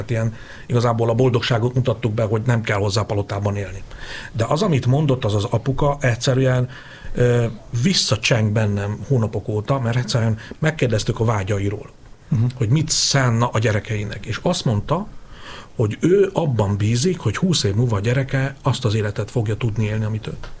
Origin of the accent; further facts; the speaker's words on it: Hungary; vidéken születtem, ebben nőttem fel